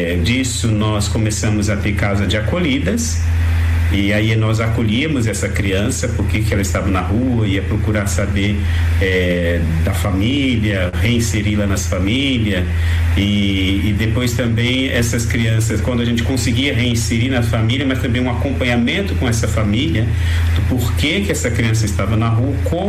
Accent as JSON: {"language": "Portuguese", "region": "São Paulo", "country": "Brazil", "said": "Ele disse que eu sou de São Paulo, tem hora que eu falo o sinal, o semáforo, né?"}